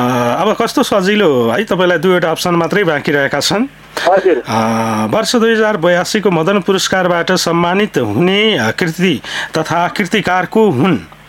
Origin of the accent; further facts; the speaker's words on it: Bedkot, Sudurpashchim Province, Nepal; मेरो पनि बेतकोट नगरपालिका हो घर